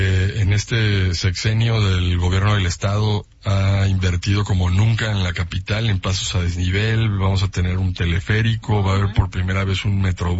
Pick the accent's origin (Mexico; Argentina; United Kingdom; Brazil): Mexico; Yo creo que como ciudadano, como mexicano, se tiene que llegar hasta las últimas consecuencias